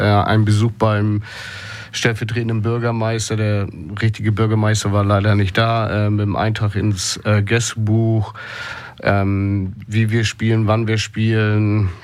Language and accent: German; Schleswig-Holstein, Germany; Ich bin aus Schleswig-Holstein